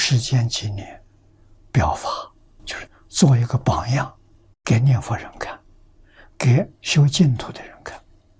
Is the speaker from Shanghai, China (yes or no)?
no; Lujiang County, Anhui, China; moved away; 我们家乡的城隍，庐江县的城隍